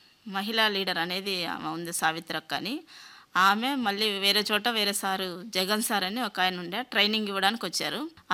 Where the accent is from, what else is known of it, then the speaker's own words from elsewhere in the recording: Balepallem, Andhra Pradesh, India; now in Raptadu, India; Sir, నాదైతే బాలేపల్లెం, కనగానపల్లి మండలం. నన్ను ఇచ్చిందైతే రాప్తాడికి, రాప్తాడైతే టౌన్లోనే ఉన్నాము.